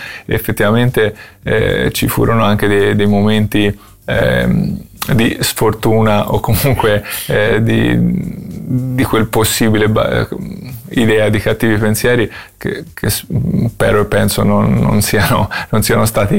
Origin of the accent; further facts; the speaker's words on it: Tuscany, Italy; la voce della Fiorentina è stata più forte da buon toscano e da babbo Dante